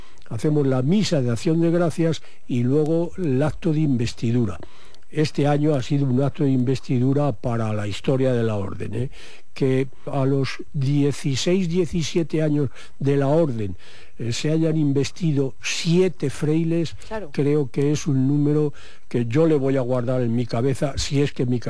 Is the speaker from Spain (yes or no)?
yes; Valladolid, Castile and León, Spain; somos 89 en verdad, que somos de aquí, de Valladolid, de Medina y comarca